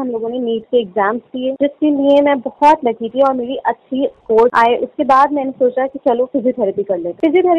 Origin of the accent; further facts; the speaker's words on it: Rampur, Uttar Pradesh, India; also born or lived in New Delhi; और मैं यूपी रामपुर से बिलोंग करती हूँ।